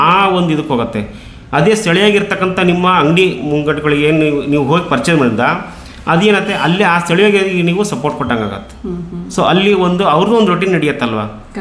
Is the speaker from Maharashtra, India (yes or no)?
no; Karnataka, India